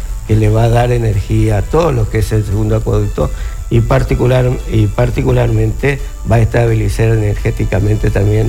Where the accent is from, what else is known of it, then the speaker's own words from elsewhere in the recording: Villa Ángela, Chaco, Argentina; Yo vengo de Villa Ángel